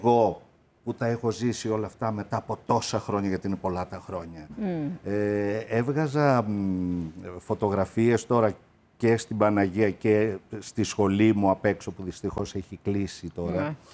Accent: Amaliada, Western Greece, Greece; την πήρα και τη φύτεψα στο χωριό μου, στην Αμαλιάδα.

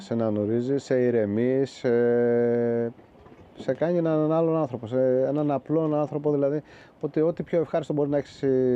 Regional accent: Methoni, Peloponnese, Greece; Έφυγα από εδώ στα 18 μου, 19, πήγα Καλαμάτα, δραστηριοποιήθηκα επαγγελματικά. Οι γονείς μου υπήρχαν όμως στη Μεθόνη.

